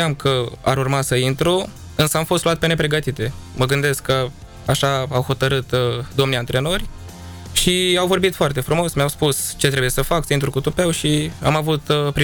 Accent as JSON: {"language": "Romanian", "town": "Iași", "region": "Iași County", "country": "Romania", "said": "suntem ieșeni și că ne mândrim"}